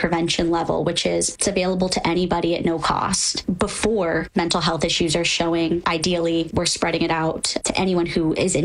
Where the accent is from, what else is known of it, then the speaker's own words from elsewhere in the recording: Henderson, Nevada, United States; being from Nevada, I grew up in Henderson.